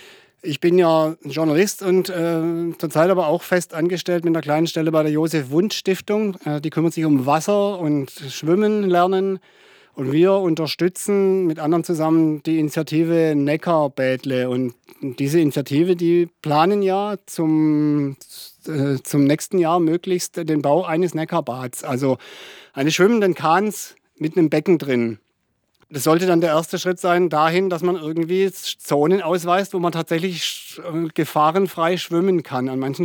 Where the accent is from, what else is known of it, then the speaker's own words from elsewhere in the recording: Ludwigsburg, Baden-Württemberg, Germany; born there; also born or lived in Hörnum, Sylt; ich bin eben in Ludwigsburg unter anderem aufgewachsen, also in Hörnum auf Sylt und in Ludwigsburg.